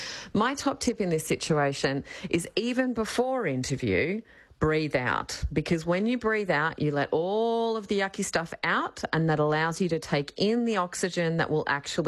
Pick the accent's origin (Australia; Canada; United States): Australia; Well, it feels weird as an Australian.